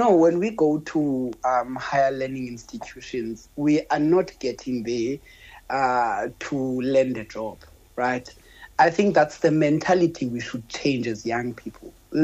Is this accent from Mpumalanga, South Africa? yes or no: no; Queenstown, Eastern Cape, South Africa; moved away as an adult; also born or lived in Port Elizabeth; I'm originally from Queenstown.